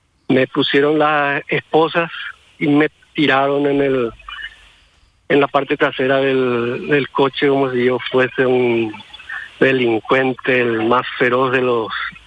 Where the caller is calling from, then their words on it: Alberdi, Ñeembucú, Paraguay; yo provengo de Alberdi, yo soy alberdeño, provengo de esa zona